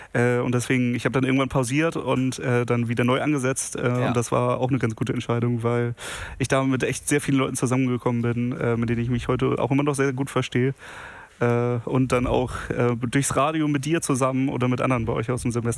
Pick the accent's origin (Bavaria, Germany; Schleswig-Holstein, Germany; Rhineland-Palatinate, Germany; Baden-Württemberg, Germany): Schleswig-Holstein, Germany; Kiel; gebürtiger Kieler. Ja. Die Familie von meinem Vater ist nie aus Kiel rausgekommen, gefühlt.